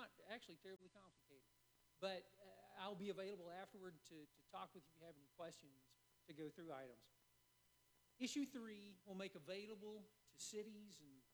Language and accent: English; DeWitt, Arkansas, United States; now in Little Rock, United States; I grew up in DeWitt, and my folks still live down there, so I feel like I've got a good bit of Arkansas County still left in me.